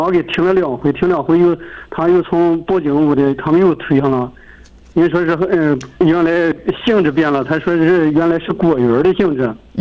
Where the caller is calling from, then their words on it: Inner Mongolia, China; 是我们市卡县级七桥镇的三家村的。